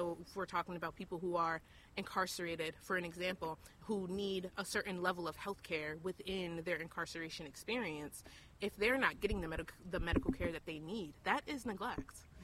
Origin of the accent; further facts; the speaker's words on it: Albany, United States; I've been an artsy girl. I'm also from Albany. I grew up here.